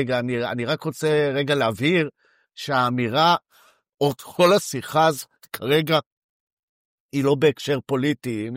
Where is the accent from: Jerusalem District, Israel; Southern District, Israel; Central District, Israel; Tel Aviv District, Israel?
Tel Aviv District, Israel; Herzliya; אני גדלתי בהרצליה, איפה לא שכן, אבל בוא נגיד גר לידו, ליד הנשיא